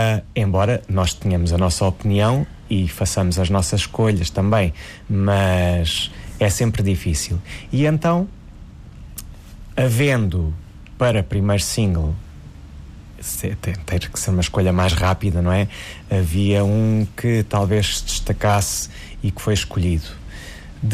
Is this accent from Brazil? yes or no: no; Sines, Alentejo, Portugal; now in Lisbon, Portugal; eu nasci em Lisboa, mas cresci em Sines, é de lá que estão todas as minhas raízes, a minha família toda ainda vive lá